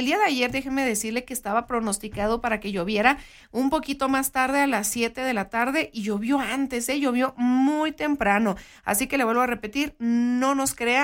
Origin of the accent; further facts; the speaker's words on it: Guachochi, Chihuahua, Mexico; todas las personas que somos de aquí de Huachochi